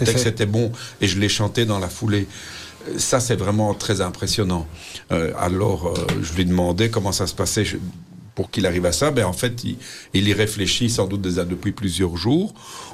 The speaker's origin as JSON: {"language": "French", "town": "Molenbeek-Saint-Jean", "region": "Brussels-Capital Region", "country": "Belgium", "tie": "born or raised there", "said": "On vient du même coin, on vient de Molenbeek, on a été dans la même école primaire, la même école secondaire."}